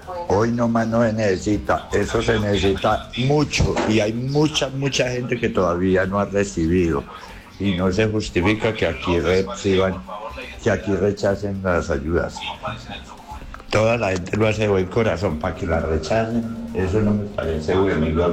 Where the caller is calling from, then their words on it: Toro, Valle del Cauca, Colombia; yo soy de acá de Toro Valle.